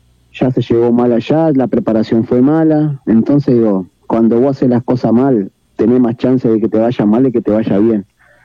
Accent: Uruguay; nos caracterizaba a nosotros como jugadores uruguayos

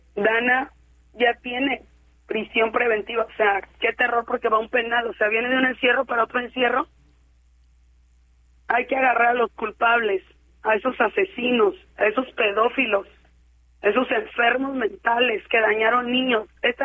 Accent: Ciudad Mante, Tamaulipas, Mexico; yo soy de Ciudad Mante, Tamaulipas

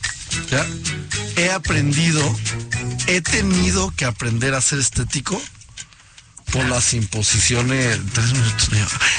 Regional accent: Mexico; los cocineros mexicanos

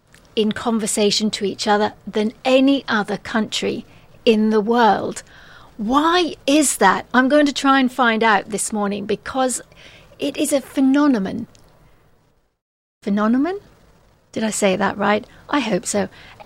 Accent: England, United Kingdom; we're English

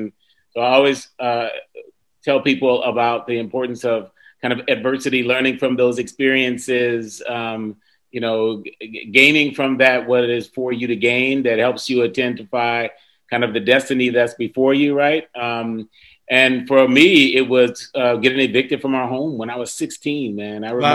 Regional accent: Cleveland, Ohio, United States; born there; Cleveland, Ohio, which is where I was born. They didn't even have me born on a plane flying over for dual citizenship. So I was born in Cleveland, Ohio, man. But really appreciated that kind of island upbringing

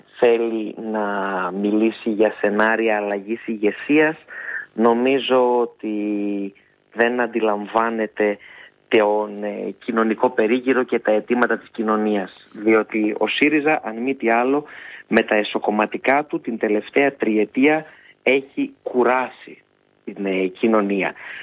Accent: Northern Greece, Greece; επειδή είμαι Βορειοελλαδίτης

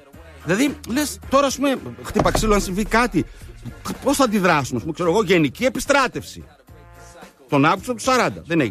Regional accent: Thessaloniki, Central Macedonia, Greece; Εγώ μάλιστα εδώ στη Θεσσαλονίκη μεγάλωσα στην Οδό Ιταλίας, μετά την αλλάξαν την κάνει 28 Οκτωβρίου

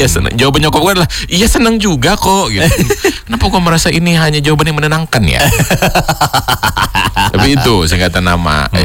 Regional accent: Pekanbaru, Riau, Indonesia; anak Riau. Karena gue lahir di Pekanbaru.

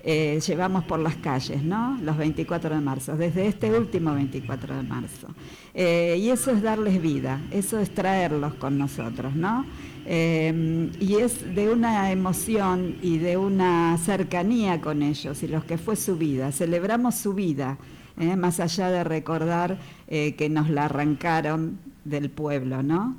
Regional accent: Buenos Aires, Argentina; yo vivo, soy porteña

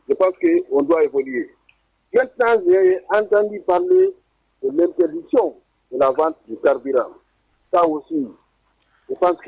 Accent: Guinea; parce que nous sommes tous des Guinéens. On travaille pour le pays, à mon avis.

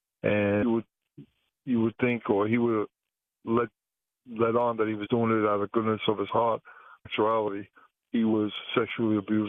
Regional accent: New York City, New York, United States; when I was young, growing up in Brooklyn

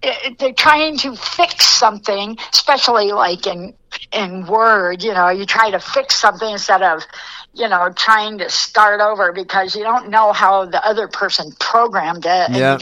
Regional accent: Cedar Rapids, Iowa, United States; my hometown where I grew up, not where I was born, but where I grew up most of my life, which is Cedar Rapids, Iowa.

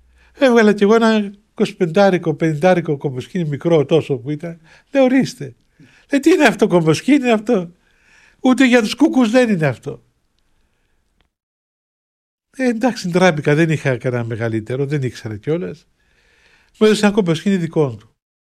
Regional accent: Cyprus; εγώ είμαι Κύπριος.

